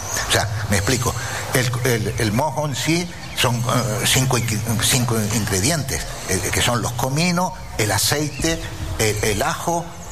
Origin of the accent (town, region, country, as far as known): Canary Islands, Spain; born there